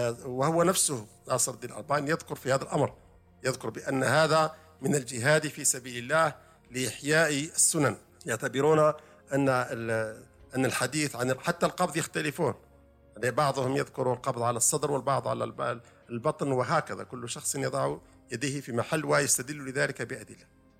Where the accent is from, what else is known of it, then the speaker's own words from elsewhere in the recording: Algeria; عندنا في الجزائر، المذهب المالكي في الجزائر